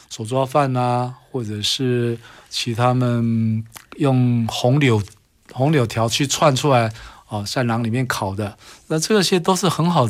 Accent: Taiwan; 可能我们台湾人更能接受一些

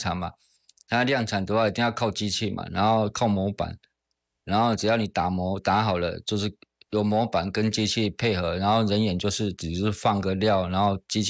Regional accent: Taiwan; 我们台湾人其实就是去那边就当台干嘛

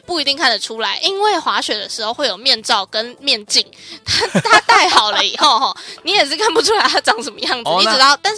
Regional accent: Taiwan; 我们从台湾。

